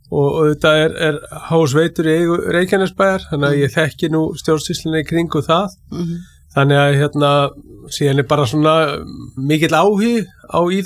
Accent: Keflavík, Southern Peninsula, Iceland

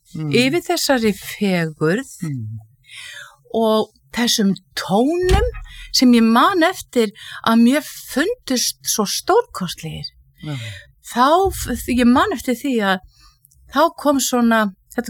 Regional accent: Hvolsvöllur, Southern Region, Iceland; En ég fædd og uppalinn í Rangárvallasýslunni og að mestu leiti á Hvolsvelli.

